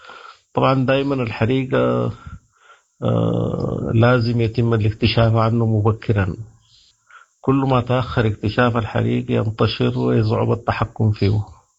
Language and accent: Arabic; Sudan; فدينا في السودان ما مسجل عندنا لحد الآن